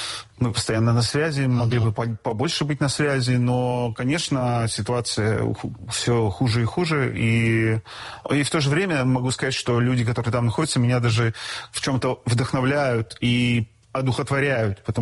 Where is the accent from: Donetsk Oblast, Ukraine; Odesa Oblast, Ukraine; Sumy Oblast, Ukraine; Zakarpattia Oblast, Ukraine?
Odesa Oblast, Ukraine; Odesa; born there; Я родился в СССР.